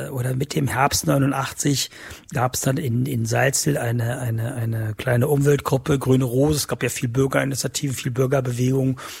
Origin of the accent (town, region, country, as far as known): Wieblitz, Saxony-Anhalt, Germany; born or raised there